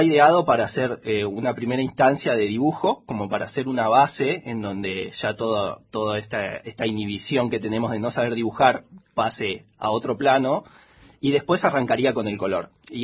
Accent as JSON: {"language": "Spanish", "town": "Santa Rosa", "region": "La Pampa", "country": "Argentina", "tie": "born there", "moved": "yes", "said": "yo nací en La Pampa, en Santa Rosa."}